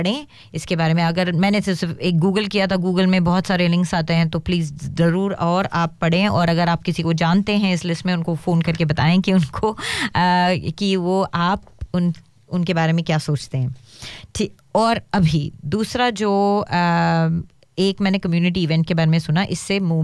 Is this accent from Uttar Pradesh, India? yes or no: no; Mumbai, Maharashtra, India; also born or lived in Hyderabad; now in Australia; मैं बॉम्बे से हूँ तो फिर बॉम्बे में हापूस तो मिलता है और मैंने बहुत खाया हुआ है उसके पहले मैं रहती थी हैदराबाद में